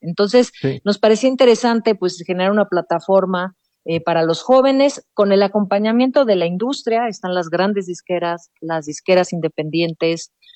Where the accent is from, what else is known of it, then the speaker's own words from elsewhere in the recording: Mexico; de saber quiénes somos como mexicanos